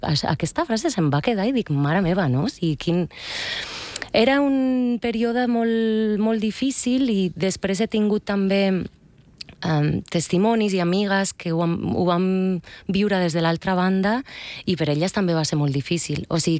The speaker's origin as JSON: {"language": "Catalan", "town": "Bilbao", "region": "Basque Country", "country": "Spain", "tie": "born or raised there", "said": "També és veritat que quan jo vaig créixer a Bilbao era una situació molt difícil."}